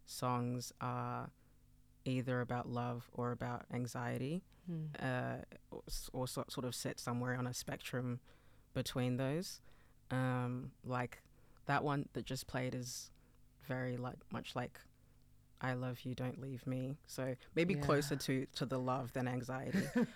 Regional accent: Canberra, Australian Capital Territory, Australia; moved away as an adult; now in Sydney, Australia; So I'm 24. I grew up in Canberra. I moved to Sydney like 3 years ago, mm-hmm. 3 or 4 years ago.

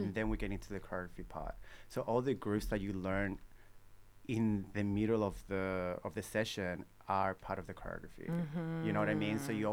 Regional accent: Chile; moved away; I'm from Chile.

